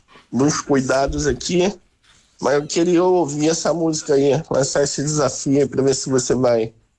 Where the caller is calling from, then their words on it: Rio de Janeiro, Brazil; sou daqui de Cordovil, Vista Alegre.